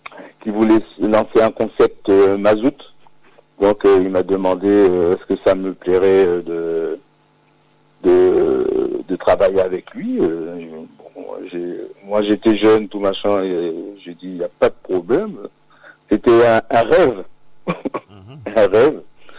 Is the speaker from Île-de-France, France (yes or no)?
yes; Paris, Île-de-France, France; born there; also born or lived in Martinique; comme je suis d'origine originaire de la Martinique, je suis né sur Paris, de Val-de-Marne